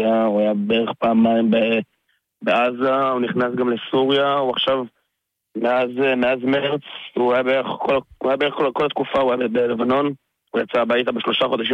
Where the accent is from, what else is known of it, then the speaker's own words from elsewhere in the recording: Hod HaSharon, Central District, Israel; born there; בתיכון מסינזון, בהוד השרון.